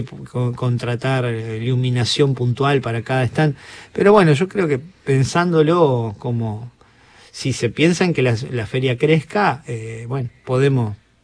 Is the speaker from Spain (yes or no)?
no; Colón, Entre Ríos, Argentina; porque soy de Colón y porque quería contar un poco eso